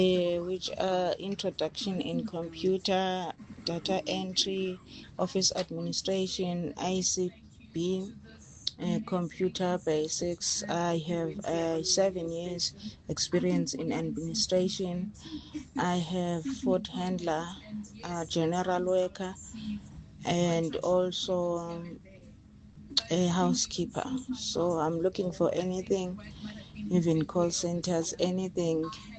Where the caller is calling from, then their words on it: Flagstaff, Eastern Cape, South Africa; from Flagstaff.